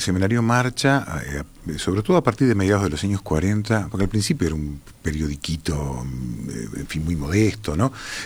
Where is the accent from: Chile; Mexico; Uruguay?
Uruguay; Montevideo; born there; Yo nací en Jacinto Vera, ¿qué barrio Jacinto Vera? Ranchos de lata por fuera y por dentro de madera.